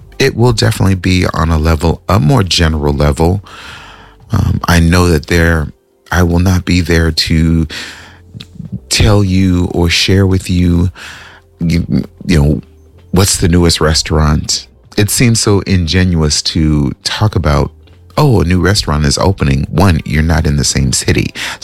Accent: California, United States; You know, I'm learning my city, and I'm from California, y'all. I'm from Cali, but I've been away.

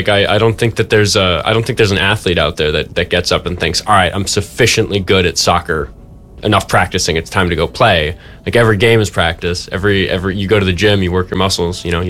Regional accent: New York City, New York, United States; now in Minneapolis, United States; I grew up in Manhattan

